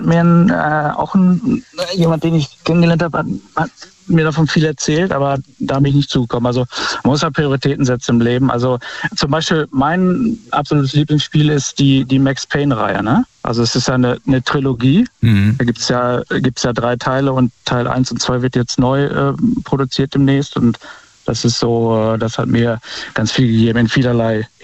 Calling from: Bad Wünnenberg, North Rhine-Westphalia, Germany; Bad Wünnenberg.

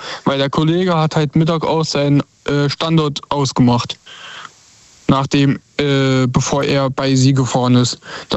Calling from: Saarland, Germany; Ich komme aus dem Saarland.

